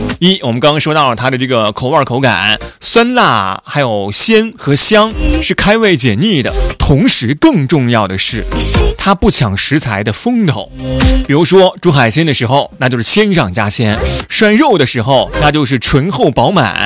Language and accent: Chinese; Hainan, China; 我们海南人